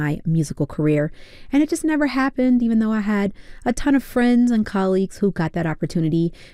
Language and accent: English; Kentucky, United States; That movie is what I grew up on in Kentucky